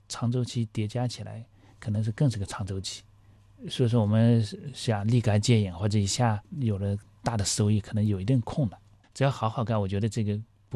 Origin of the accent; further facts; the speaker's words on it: China; 我们中国人作为一个农耕文明的国家